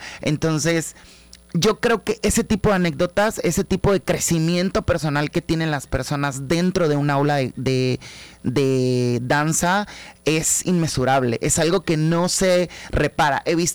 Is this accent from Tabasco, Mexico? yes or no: yes; Tabasco, Mexico; Llega por el gusto familiar de bailar, como buena familia tabasqueña.